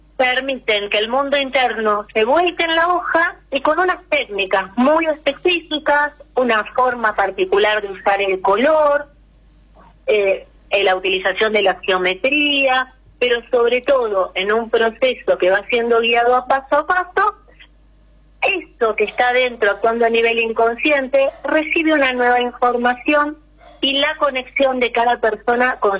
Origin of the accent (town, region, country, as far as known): Argentina